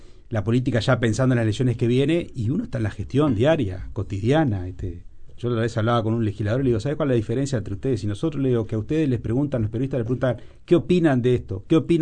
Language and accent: Spanish; Uruguay